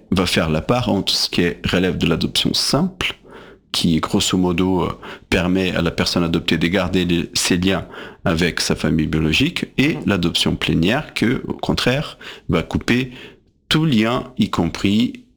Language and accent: French; Brazil; French is a second language; Il y a un dicton, il me semble, ça, il y en a aussi bien en portugais, là d'où je viens, du Brésil